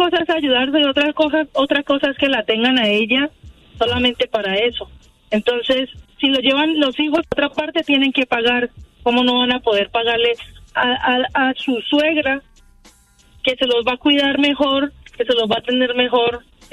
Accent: Colombia; now in Tracy, United States; Soy colombiana.

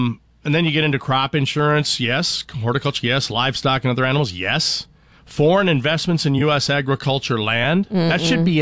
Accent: Brainerd, Minnesota, United States; At our cabin growing up in Brainerd, we had a wall heater in two different rooms

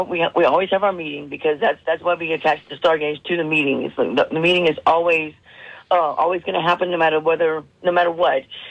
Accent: Louisiana, United States; We were out here in New Mexico, actually, whenever I'm from South Louisiana

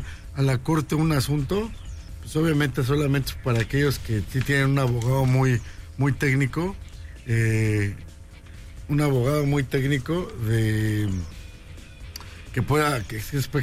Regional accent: Tlaxcala, Mexico; Yo en mi pueblo vengo de Tlaxcala.

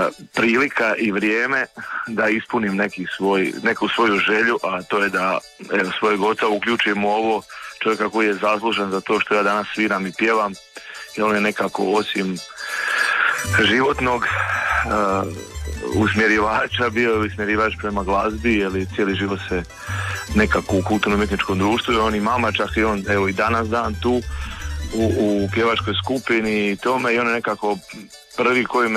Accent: Slavonia, Croatia

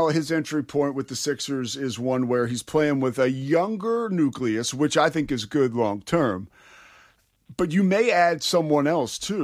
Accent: Philadelphia, Pennsylvania, United States; because I am from Philadelphia, and so I'll say us and we there.

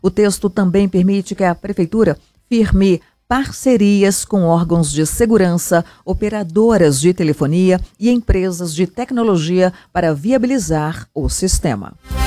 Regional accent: Brazil; Eu nasci e criada em Santa Efigênia

